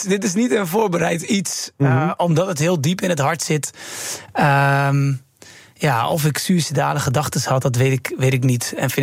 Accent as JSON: {"language": "Dutch", "town": "Bleiswijk", "region": "South Holland", "country": "Netherlands", "tie": "born or raised there", "also_born_or_lived": "Rotterdam", "said": "ik ben een jongen geboren in Rotterdam. Opgegroeid in Bleiswijk. Sprak goed ABN"}